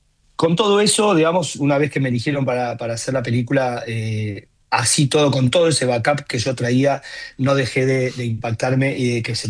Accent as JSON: {"language": "Spanish", "town": "La Plata", "region": "Buenos Aires Province", "country": "Argentina", "said": "yo soy platense"}